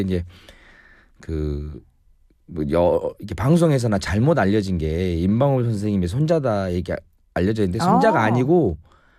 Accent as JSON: {"language": "Korean", "town": "Haenam", "region": "South Jeolla", "country": "South Korea", "tie": "born or raised there", "moved": "yes", "lives_now": "Namwon, South Korea", "said": "저는 이제 고향이 해남인데, 거의 제 닉네임은 제 인생에 있어서 절반 이상을 남원에 살았기 때문에 …입니다."}